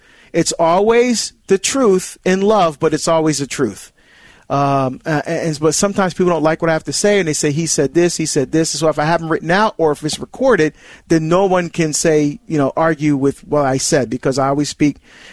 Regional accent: Barbados; very popular in my country, my home country of Barbados. In fact, when my daughter Angela and I go home, or when I call home Barbados, that's where I'm from, right?

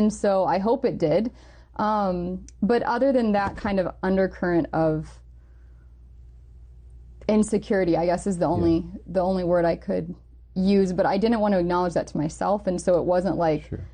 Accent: Indiana, United States; born or raised there

